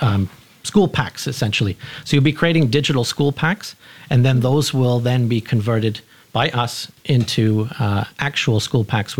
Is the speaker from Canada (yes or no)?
yes; Canada; I recall I grew up in Canada, which can be a cold place.